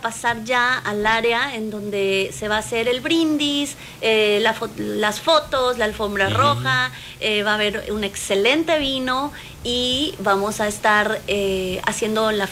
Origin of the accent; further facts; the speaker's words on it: Paraguay; now in Mexico; yo soy paraguaya, yo no soy mexicana, vivo hace muchos años en México.